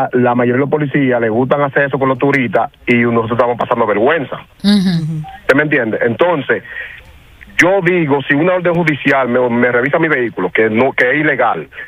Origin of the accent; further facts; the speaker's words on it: Baní, Peravia, Dominican Republic; Yo soy de Baní